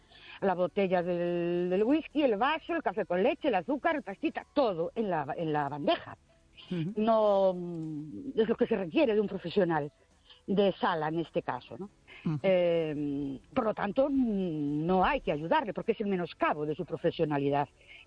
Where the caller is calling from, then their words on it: Ourense, Galicia, Spain; Buenas noches … de Ourense.